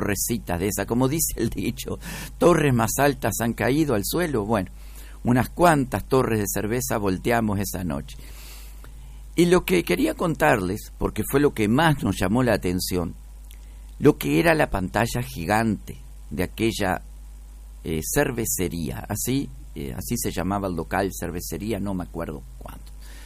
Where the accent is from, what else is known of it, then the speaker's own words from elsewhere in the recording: Uruguay; Nosotros como uruguayos, por apoyar al compatriota, hinchábamos también por Cruzeiro.